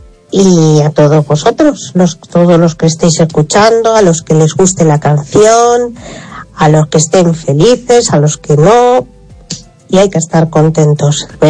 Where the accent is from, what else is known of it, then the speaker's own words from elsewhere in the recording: As Neves, Galicia, Spain; Hola, buenas tardes. … de As Neves